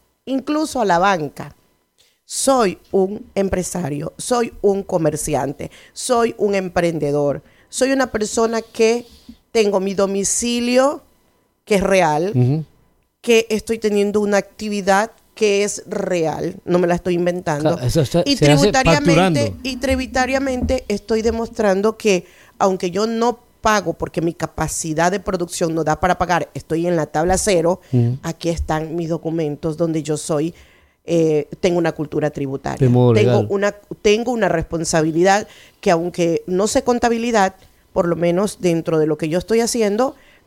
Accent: Ecuador; nosotros debemos, como ecuatorianos

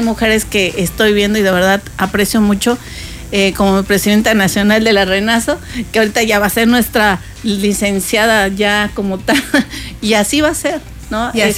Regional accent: Mexico; Nosotros como mexicanas y mexicanos

